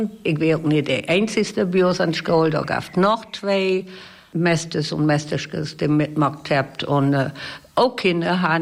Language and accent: German; Lower Saxony, Germany; über 40 Jahre in diesem neuen Dorf, hier mitten in Ostfriesland. Und das ist mir wichtig, weil das ist meine Heimat.